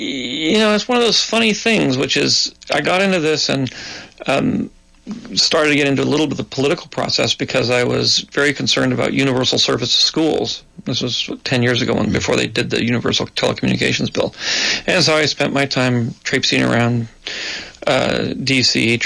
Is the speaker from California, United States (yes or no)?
yes; California, United States; when I grew up in California here